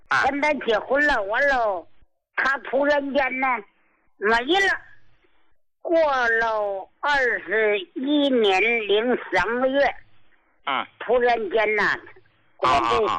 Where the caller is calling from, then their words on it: Qinhuangdao, Hebei, China; 我们家，我在青岛市海港区东安里温馨家园。